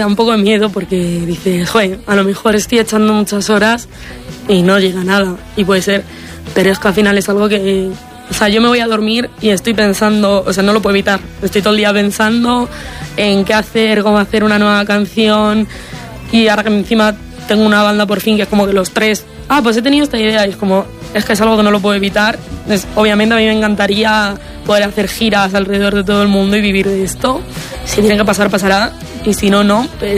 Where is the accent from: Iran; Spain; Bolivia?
Spain; Martiherrero, Castile and León; moved away as an adult; also born or lived in Madrid; Yo soy de Marte Herrero.